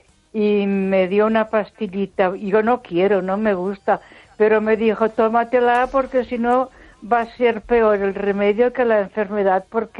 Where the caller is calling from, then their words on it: Ponferrada, Castile and León, Spain; de Ponferrada.